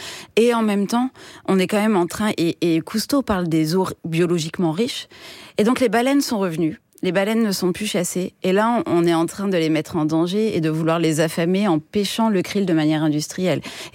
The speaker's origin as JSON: {"language": "French", "town": "Troyes", "region": "Grand Est", "country": "France", "tie": "born or raised there", "also_born_or_lived": "Paris"}